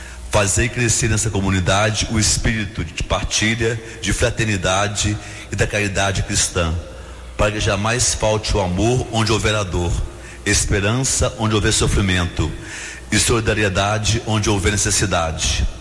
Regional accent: Sacramento, Minas Gerais, Brazil; eu sou do Sacramento

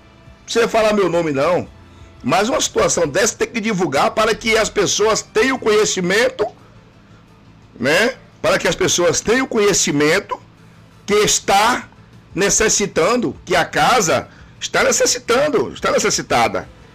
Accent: Brazil; eu sou brasileiro

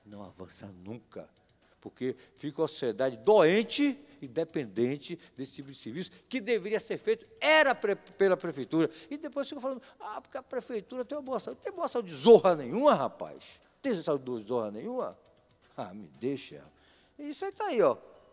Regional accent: Bahia, Brazil; Eu, como baiano

